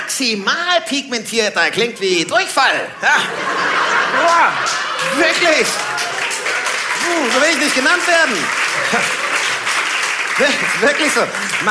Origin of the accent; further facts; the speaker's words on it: Puchheim, Bavaria, Germany; aus Puchheim bei München.